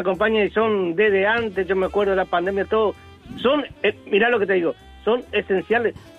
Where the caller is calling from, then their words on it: El Dorado, Misiones, Argentina; el sereno de acá del Dorado Misiones de la Tierra Roja.